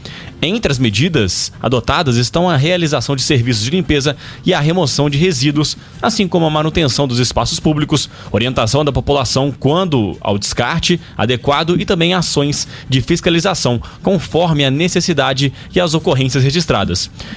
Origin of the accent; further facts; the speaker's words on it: Contagem, Minas Gerais, Brazil; eu sou de Contagem.